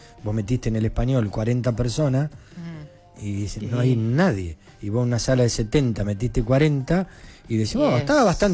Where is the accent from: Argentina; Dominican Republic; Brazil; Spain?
Argentina; soy argentino.